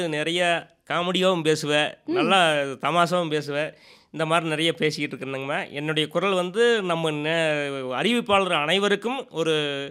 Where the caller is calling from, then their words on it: Kodumudi, Tamil Nadu, India; நீங்கள் எந்த ஊர்னு கேட்டார், நான் கொடுமுடி ராசாமலையம்னு சொன்னேங்க.